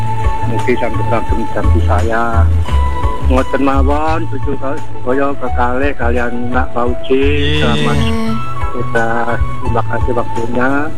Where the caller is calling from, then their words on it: Tulungagung, East Java, Indonesia; Pokoknya mendoakan saya dari Tulungagung semoga kesehatan.